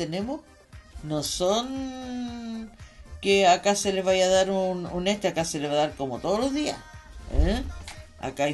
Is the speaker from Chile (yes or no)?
yes; Chile